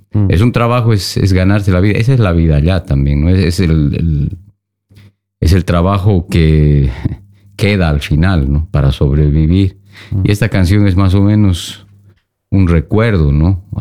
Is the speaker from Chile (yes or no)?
no; Sucre, Chuquisaca, Bolivia; Sí, soy de Bolivia, de Sucre, del centro del país. Mm. Valle Alto, ¿no? A 2700, de ahí vengo, sí.